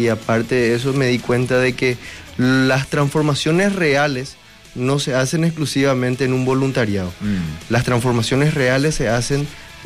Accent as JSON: {"language": "Spanish", "town": "Encarnación", "region": "Itapúa", "country": "Paraguay"}